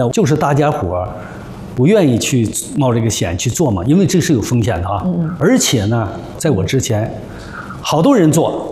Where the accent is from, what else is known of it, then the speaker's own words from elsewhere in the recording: China; 我们中国人